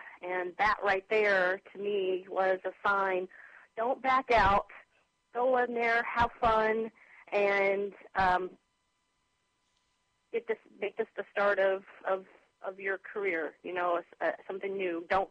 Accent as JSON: {"language": "English", "town": "Kansas City", "region": "Kansas", "country": "United States", "tie": "born or raised there", "said": "Kansas City, Kansas. I'm an original Wyandotte. We call ourselves the original Dots now. I'm from Wyandotte County"}